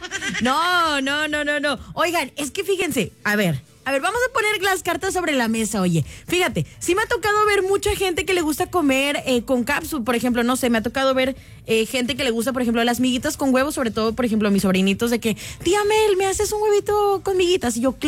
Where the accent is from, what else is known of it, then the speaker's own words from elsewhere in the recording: Mexico; hay muchas cosas que nos unen como mexicanos